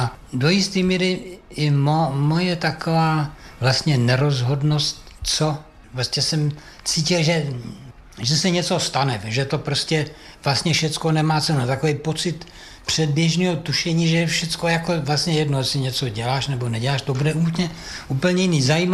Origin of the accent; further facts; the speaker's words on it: Most, Ústí nad Labem Region, Czechia; No, já jsem původem teda z Mostu. Narodil jsem se v Mostu, na to si příliš nepamatuju. Takový ranní mládí bylo spíš v Ervinicích.